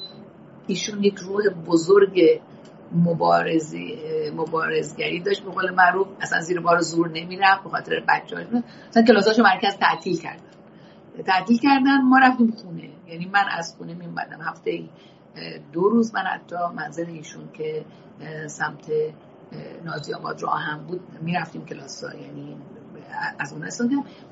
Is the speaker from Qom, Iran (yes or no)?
no; Tehran, Tehran Province, Iran; من اصالتا بچه عشمت دوله تهرانم، متولد تهران هستم